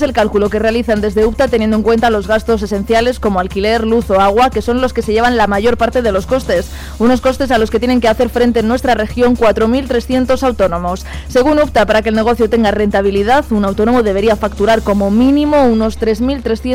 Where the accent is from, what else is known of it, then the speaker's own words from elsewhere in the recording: Málaga, Andalusia, Spain; vengo de Málaga, he jugado 3 veces, estoy cogiendo nivel, pero poco a poco.